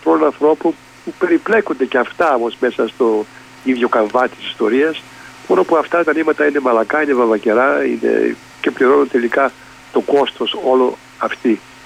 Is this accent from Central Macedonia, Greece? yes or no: no; Kavala, Eastern Macedonia and Thrace, Greece; born there; now in Alexandroupoli, Greece; χαιρετώ την πατρίδα μου, την Καβάλα.